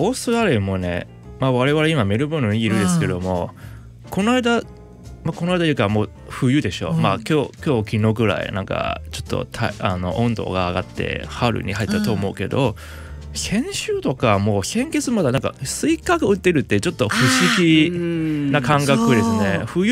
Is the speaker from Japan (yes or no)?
no; Hong Kong; 僕も香港出身なんですけども